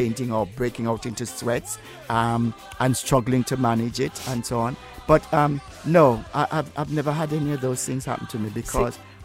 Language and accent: English; Jamaica; now in United Kingdom; when I was growing up in Jamaica, we had something called fried dumpling or Johnny cake.